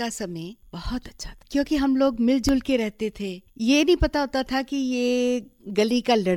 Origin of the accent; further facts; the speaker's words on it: Dharamshala, Himachal Pradesh, India; हाँ नर्मदा जी, मैं धर्मशाला की ही निवासी हूँ। मैं यहाँ बड़ोल में रहती हूँ और मैं एक रिटायर्ड अध्यापिका हूँ।